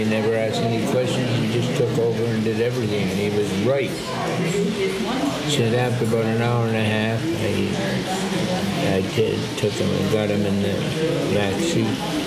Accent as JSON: {"language": "English", "country": "Canada", "said": "I am the Canadian"}